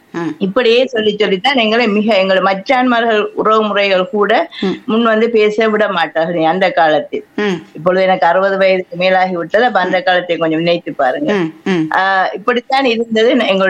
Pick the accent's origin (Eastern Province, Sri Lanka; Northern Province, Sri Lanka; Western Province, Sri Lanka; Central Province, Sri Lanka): Eastern Province, Sri Lanka; Muttur; moved away as an adult; திருமணம் முடிந்து நான் திருவண்ணாமலைக்கு போய்விட்டேன், எனது ஊர் மூதூர்